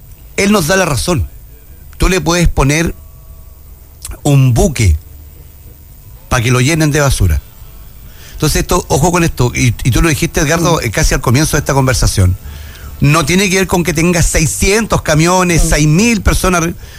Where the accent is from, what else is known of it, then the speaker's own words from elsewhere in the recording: Antofagasta, Chile; soy de Antofagasta.